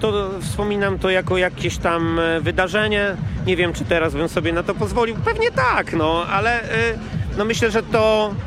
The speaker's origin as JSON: {"language": "Polish", "town": "Łódź", "region": "Łódź Voivodeship", "country": "Poland", "tie": "born or raised there", "said": "jestem z Łodzi"}